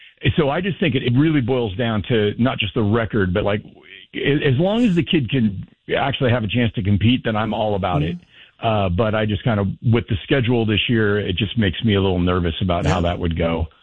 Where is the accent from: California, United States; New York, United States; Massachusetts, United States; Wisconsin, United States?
California, United States; East Bay; I was born and raised by family in the East Bay, and I got adopted when I was 9.